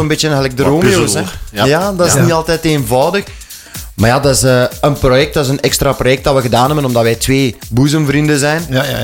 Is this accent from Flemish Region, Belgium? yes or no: no; Haaltert, East Flanders, Belgium; Ja, klopt. Ja? Ik ben van Haltert zelf.